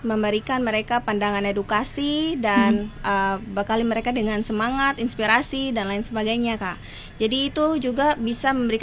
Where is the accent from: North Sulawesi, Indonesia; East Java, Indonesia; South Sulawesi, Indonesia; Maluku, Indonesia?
Maluku, Indonesia; Ketika saya berani untuk menyampaikan kondisi kualitas pendidikan di daerah saya sendiri, dan di mana saya menarik perhatian teman-teman Pulau Jawa, yang mereka tuh sebelumnya tidak tahu Maluku tuh seperti apa.